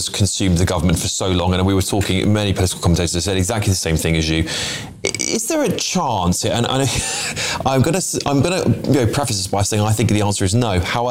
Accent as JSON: {"language": "English", "region": "England", "country": "United Kingdom", "accent": "southern English", "said": "perhaps from southern England, perhaps because that's my local dialect."}